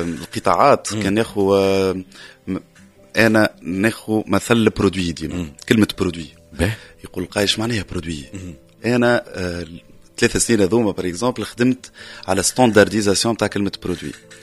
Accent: Tunisia; اقوى حاجه عندنا في تونس

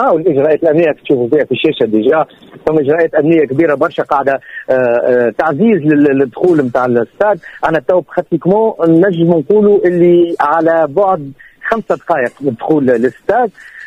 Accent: Tunisia; انا راني تونسي

